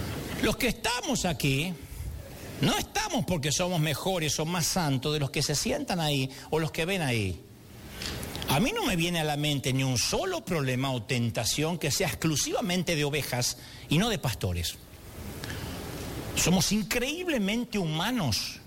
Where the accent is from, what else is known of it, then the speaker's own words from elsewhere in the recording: Argentina; Tenemos el tango en las venas. Nunca vamos a ser caribeños, nunca.